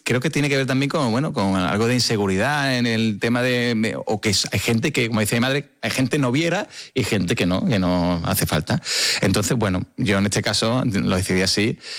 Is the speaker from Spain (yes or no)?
yes; Seville, Andalusia, Spain; porque todo el mundo sabe que yo soy de Sevilla y soy de una ciudad que se vive con mucha pasión.